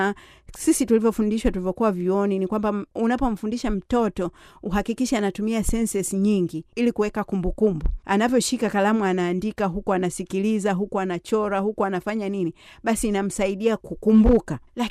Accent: Lushoto, Tanga Region, Tanzania; Sasa unajiuliza, mimi natoka Lushoto kule Gare, hata nchi yangu yenyewe sifahamu vizuri

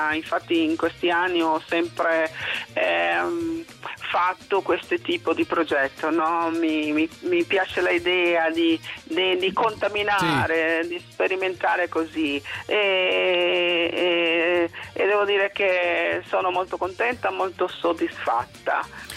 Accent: Costa Rica; Italian is a second language; moved away as an adult; now in Italy; Sono del Costa Rica, quindi... l'unico paese che non ha l'esercito.

